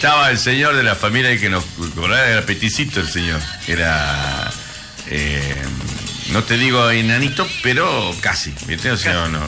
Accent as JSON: {"language": "Spanish", "town": "Campo Santo", "region": "Salta", "country": "Argentina", "tie": "born or raised there", "said": "en mi pueblo, en Camposanto, ¿no? En el barrio, Libertad."}